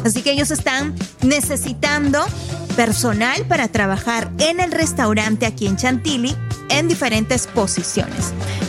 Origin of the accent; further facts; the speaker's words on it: Cusco, Peru; now in DMV area, United States; ustedes saben que yo soy de Machu Picchu